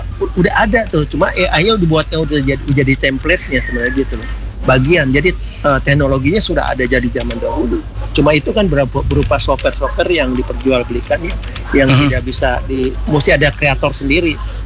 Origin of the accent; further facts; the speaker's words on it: Manado, North Sulawesi, Indonesia; Iya, betul. Kita dari Manado.